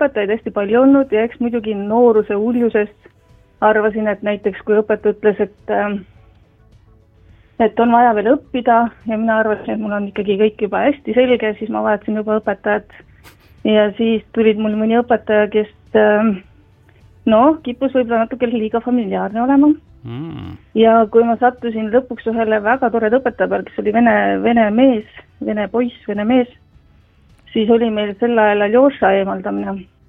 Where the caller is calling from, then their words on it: Tartu, Tartu County, Estonia; ja Tartust